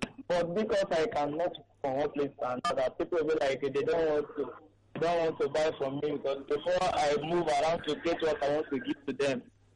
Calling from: Lagos, Nigeria; from Surulele.

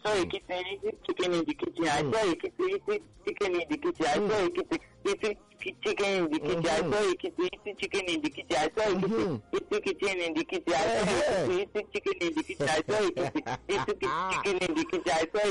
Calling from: Ikorodu, Lagos, Nigeria; Good evening, sir. This is calling from Ikorodu.

